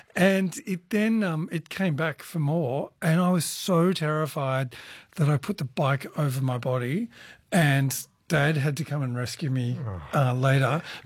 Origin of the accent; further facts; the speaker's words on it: Muswellbrook, New South Wales, Australia; So I grew up in Musselbrook